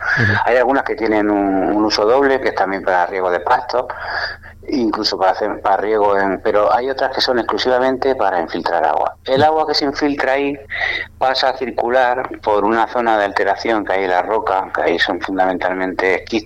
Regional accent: Guadix, Andalusia, Spain; Hay documentos escritos de precisamente la zona de Guadí, que es de donde soy yo

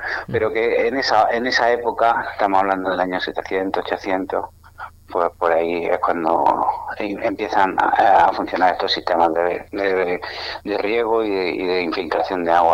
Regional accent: Guadix, Andalusia, Spain; la zona de Guadix, que de donde soy yo

